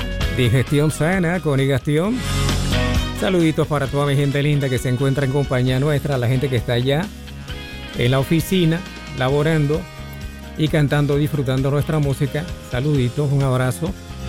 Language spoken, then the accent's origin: Spanish; Panama; Como panameños, pues todos anotamos el pronóstico a favor de nuestra sele